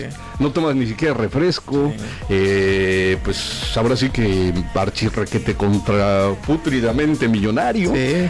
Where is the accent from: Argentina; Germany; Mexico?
Mexico; Porque somos mexicanos